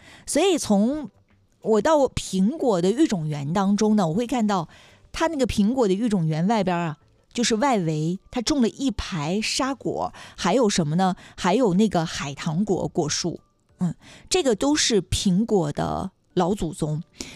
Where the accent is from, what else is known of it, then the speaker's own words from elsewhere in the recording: Dalian, Liaoning, China; 咱们大连人